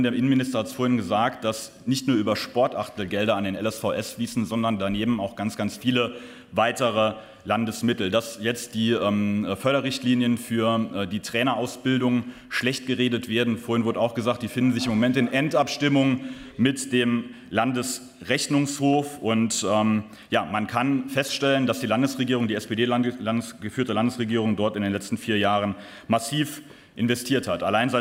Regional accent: Schwalbach, Saarland, Germany; Ich kann dort den Vergleich beispielsweise zu meiner Gemeinde, zu meiner Heimatgemeinde Schwalbach bringen.

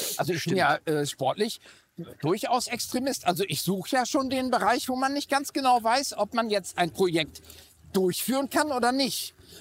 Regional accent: Northern Germany, Germany; Also ich bin Deutscher und Bayer. Ja. Also Norddeutscher

